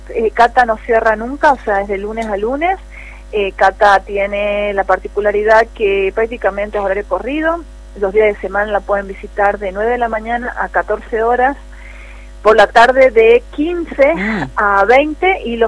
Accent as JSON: {"language": "Spanish", "region": "Catamarca", "country": "Argentina"}